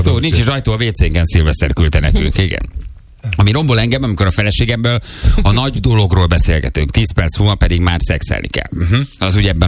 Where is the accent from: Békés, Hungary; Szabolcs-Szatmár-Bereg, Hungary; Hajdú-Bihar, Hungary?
Szabolcs-Szatmár-Bereg, Hungary; Nyíregyháza